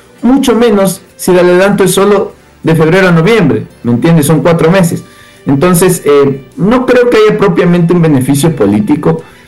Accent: Ecuador; para nosotros como ecuatorianos y como ciudadanos

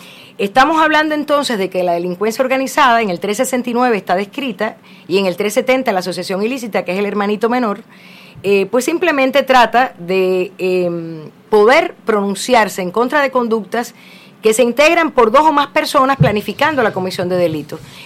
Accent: Guayaquil, Guayas, Ecuador; también soy guayaquileña

